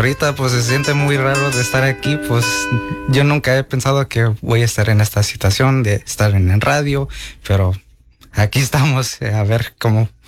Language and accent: Spanish; Tyler, Texas, United States; also born or lived in Dallas, Texas; yo nací en Dallas, Texas, y por 2 años pues nos movimos por acá en Tyler porque había más familiares y ellos querían estar con conectados con familias.